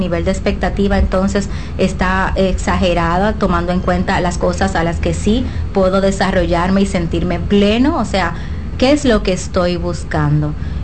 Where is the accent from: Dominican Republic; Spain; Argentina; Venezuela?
Dominican Republic